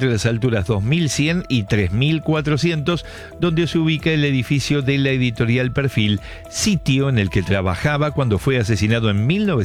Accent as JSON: {"language": "Spanish", "town": "Tobuna", "region": "San Pedro", "country": "Paraguay", "said": "soy de Tobuna, departamento de San Pedro."}